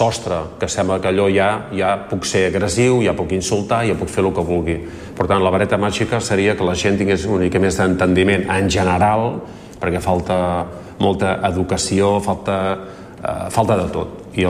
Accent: Barcelona, Catalonia, Spain; No, me'n vaig a Barcelona. És que jo sóc de Barcelona.

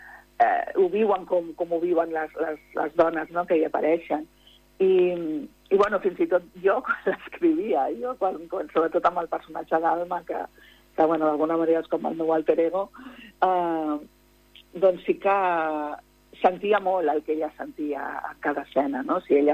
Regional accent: Barcelona, Catalonia, Spain; also born or lived in Cádiz; jo som nascuda a Càdiz, però vaig arribar a Barcelona, que tenia mesos, vull dir que som molt barcelonina

